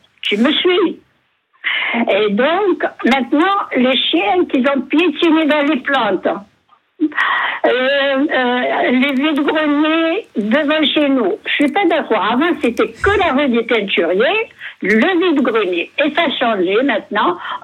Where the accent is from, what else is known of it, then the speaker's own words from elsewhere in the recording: Avignon, Provence-Alpes-Côte d'Azur, France; Ah oui, moi à Avignon, j'habite il y a longtemps, je suis d'Avignon